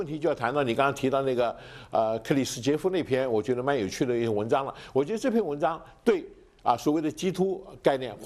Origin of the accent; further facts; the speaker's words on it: China; 因为我想我们这个中国最近这几年的飞速进步，我们中国人基本上都看了很多，看得很懂啊